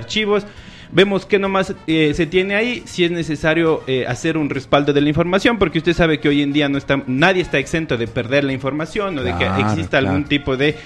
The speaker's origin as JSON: {"language": "Spanish", "region": "Carchi", "country": "Ecuador", "said": "Yo soy de la provincia del Carchi."}